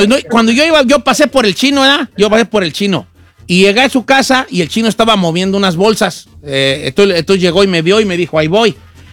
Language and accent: Spanish; Guadalajara, Jalisco, Mexico; Es decepción porque yo soy de Guadalajara y allá